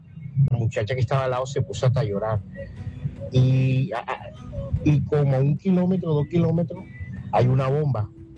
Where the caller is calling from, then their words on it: Barranquilla, Atlántico, Colombia; Te hablo desde Barranquilla.